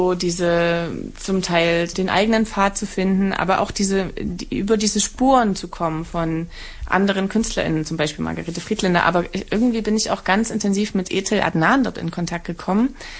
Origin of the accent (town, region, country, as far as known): Saxony, Germany